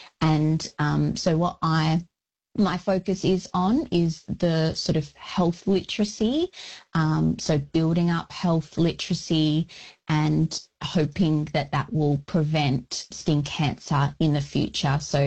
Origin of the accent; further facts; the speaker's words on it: Bunbury, Western Australia, Australia; Wilman Noongar woman. So Noongar from the southwest region of Western Australia. I was actually born and raised on Wadandibudja, which is down in the Goomberup, which is Bunbury region of Noongar country.